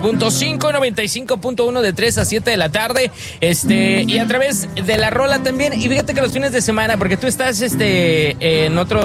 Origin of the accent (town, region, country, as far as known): Mexico City, Mexico